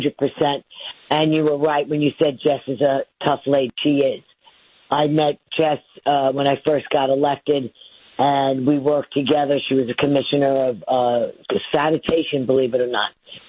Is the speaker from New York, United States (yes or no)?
yes; Queens, New York, United States; I am from Queens. I am from the president's borough of Queens. He and I grew up not too far.